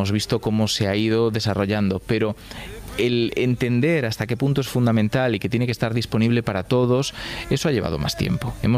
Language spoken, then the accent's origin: Spanish; Galicia, Spain